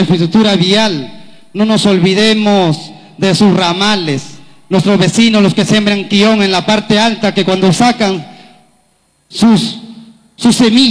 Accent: Junín, Peru; born there; desde que nací, yo soy de Seto Polá, Chinchaysuyo

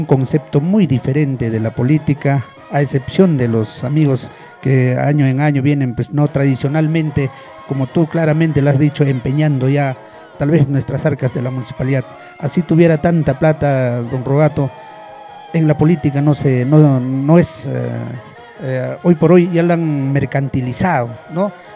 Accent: Hualcor, Ancash, Peru; also born or lived in Huaraz; De ahí vengo … nacido, crecido en este hermoso centro poblado de Hualcor

